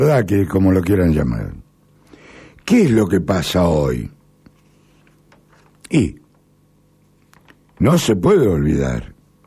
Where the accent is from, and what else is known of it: Argentina